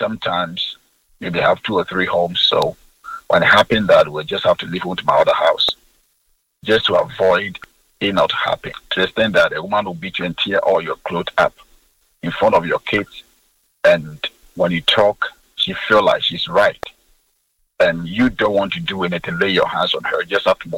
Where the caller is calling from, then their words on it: Accra, Greater Accra, Ghana; I'm calling from East Legon.